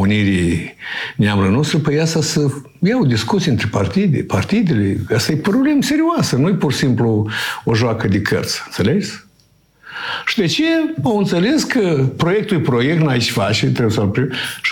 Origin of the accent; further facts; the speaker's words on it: Moldova; noi suntem români moldoveni, că noi am făcut parte din Principatul Moldova